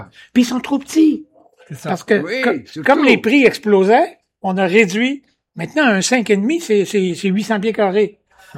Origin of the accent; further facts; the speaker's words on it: Quebec, Canada; Je viens d'Allemont au Lac-Saint-Jean.